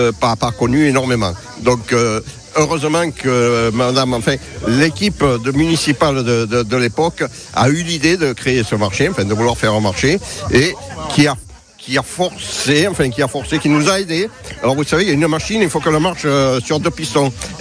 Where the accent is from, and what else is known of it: Petit-Palais, Nouvelle-Aquitaine, France